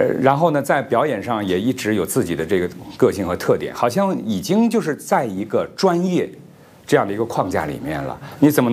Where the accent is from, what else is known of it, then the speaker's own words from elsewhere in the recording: China; 毕竟好像还是被我们中国人不太熟知啊